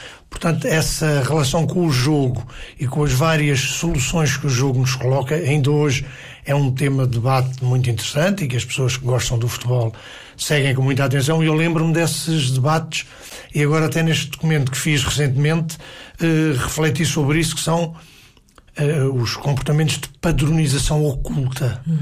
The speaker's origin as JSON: {"language": "Portuguese", "region": "Santarém", "country": "Portugal", "tie": "born or raised there", "said": "Eu fiz a minha infância, parte da minha infância em Santarém."}